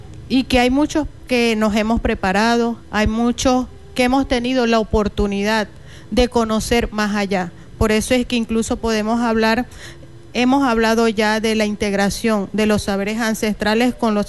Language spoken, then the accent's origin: Spanish; Venezuela; Somos venezolanos con todos los mismos derechos y deberes establecidos en la Constitución.